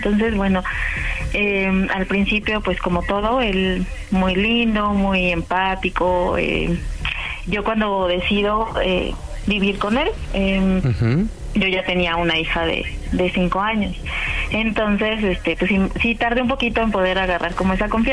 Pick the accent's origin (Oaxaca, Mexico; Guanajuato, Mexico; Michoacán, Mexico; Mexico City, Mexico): Mexico City, Mexico